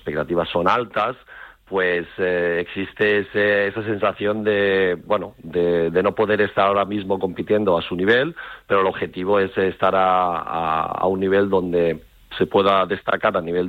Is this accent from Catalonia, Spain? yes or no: yes; Catalonia, Spain; now in Sweden; amigos de casa, de Barcelona, pues siempre están ahí. Y aunque viva relativamente lejos de mi ciudad, de mi pueblo, siempre tenemos el momento durante el año para volver a casa y coger energías.